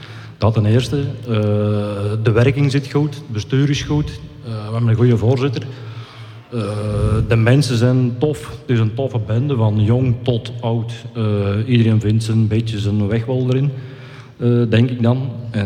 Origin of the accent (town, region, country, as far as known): Tongerlo, Flanders, Belgium